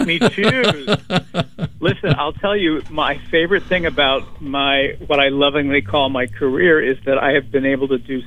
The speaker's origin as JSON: {"language": "English", "town": "St. Louis", "region": "Missouri", "country": "United States", "tie": "born or raised there", "also_born_or_lived": "Los Angeles / New York", "moved": "as an adult", "lives_now": "South Florida, United States", "said": "as a little boy growing up in St. Louis. And now I've turned 65"}